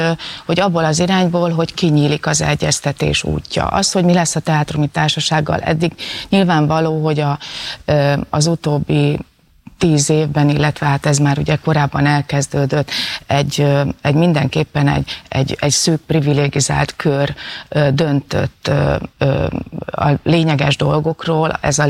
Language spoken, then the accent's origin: Hungarian; Sopron, Győr-Moson-Sopron, Hungary; én Sopronban az én koromban